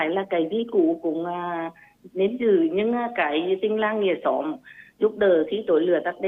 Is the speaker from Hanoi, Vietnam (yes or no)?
no; Môn Sơn, Nghệ An, Vietnam; năm nay tôi 64 tuổi, quê tôi là Môn Sơn